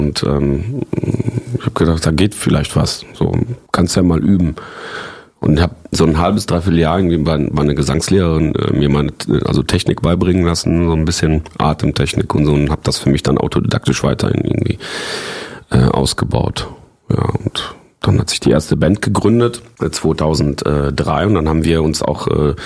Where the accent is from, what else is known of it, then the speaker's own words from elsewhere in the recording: Poland; born there; moved away; ich bin ja in Polen geboren